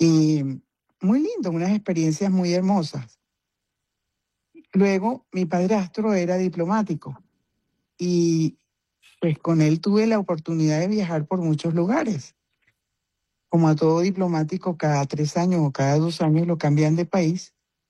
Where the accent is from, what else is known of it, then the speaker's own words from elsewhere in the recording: Bogotá, Colombia; born there; Pues nací en Colombia, en Bogotá. Tuve la oportunidad de vivir poco tiempo en Bogotá